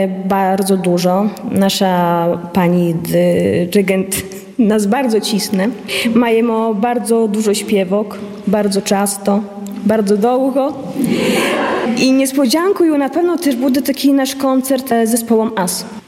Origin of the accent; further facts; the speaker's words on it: Łosinka, Podlaskie Voivodeship, Poland; now in Narew, Poland; Ja z Łosinki pochodzę, ale teraz żywu u Narwi. To daleko.